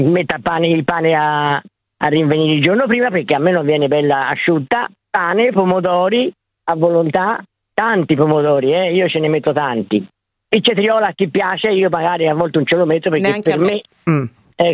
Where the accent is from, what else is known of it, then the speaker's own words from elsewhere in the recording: Tuscany, Italy; abbiate pazienza, io sono toscana